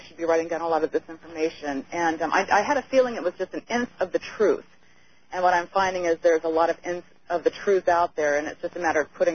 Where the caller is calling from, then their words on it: Paradise, California, United States; I'm calling from Paradise, California.